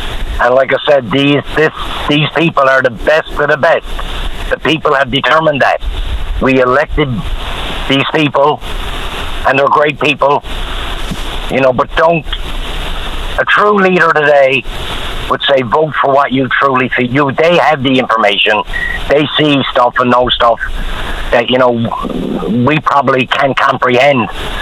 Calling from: Newfoundland and Labrador, Canada; by way of being a Newfoundlander.

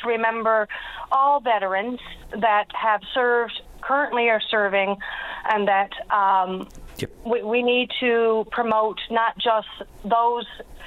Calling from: Grand Falls-Windsor, Newfoundland and Labrador, Canada; I'm calling from the Royal Canadian Legion Branch 12 in Granville, Windsor.

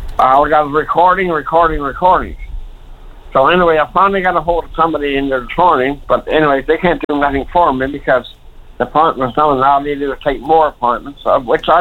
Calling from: St. Lawrence, Newfoundland and Labrador, Canada; I call them from St. Lawrence.

